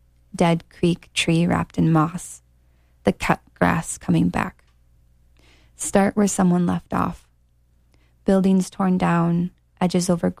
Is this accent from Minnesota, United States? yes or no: yes; Grand Rapids, Minnesota, United States; also born or lived in Two Harbors / Montana; now in Stillwater, United States; So it's been a big circle coming back to Minnesota. But yeah, born and raised in Grand Rapids, and loved growing up here. And it's really, really fun to be back